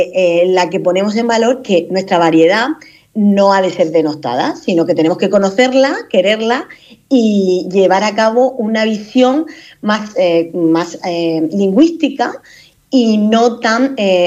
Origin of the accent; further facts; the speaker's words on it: Cartagena, Region of Murcia, Spain; accent: Murcian; yo soy murciana, de hecho, nací en Cartagena, soy hablante murciana e intento hablar pues como hablo siempre